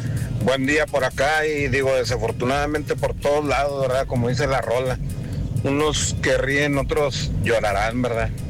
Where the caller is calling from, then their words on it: Saltillo, Coahuila, Mexico